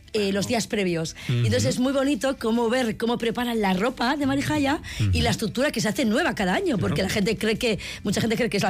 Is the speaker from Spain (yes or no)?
yes; Basque Country, Spain; la gente como los vascos estamos más desinhibidos